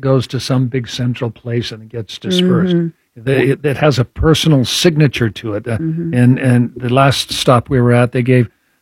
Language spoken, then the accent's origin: English; Boulder, Montana, United States; moved away; "That's in my hometown of Boulder, Montana, Gamble's department store." And he said, "How do you know that?" And I said, "Well, I was born and raised there."